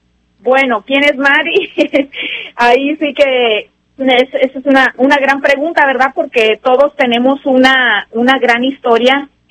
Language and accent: Spanish; Michoacán, Mexico; moved away as an adult; now in Fresno, United States; el estado de donde yo soy, que es el estado de Michoacán.